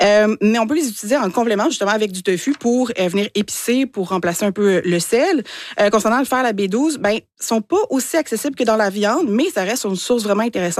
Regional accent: Quebec, Canada; Tu sais, moi, je suis gaspésienne, fait que là, j'ai un gros biais par rapport aux algues.

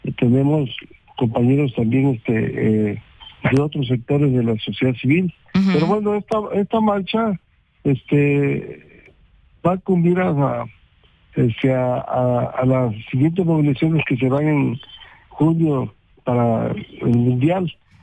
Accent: Mexico

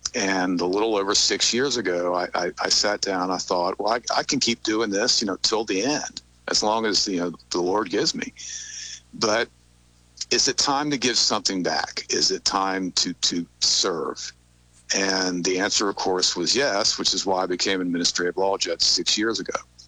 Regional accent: North Carolina, United States; I'm just turned 59, so I grew up in North Carolina in the time of the old Atlantic Coast Conference

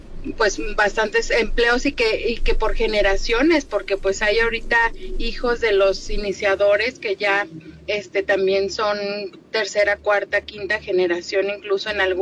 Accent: León, Guanajuato, Mexico

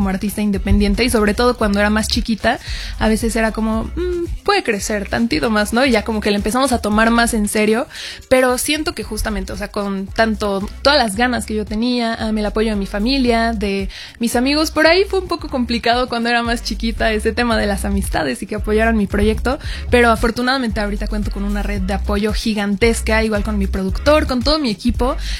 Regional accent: Mexico; tengo 21 años, soy una cantautora mexicana

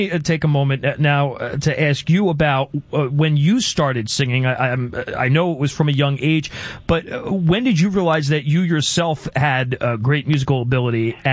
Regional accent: Essex County, New Jersey, United States; Growing up in Silver Lake and in Essex County and that area, particularly Bloomfield, Newark, Belleville

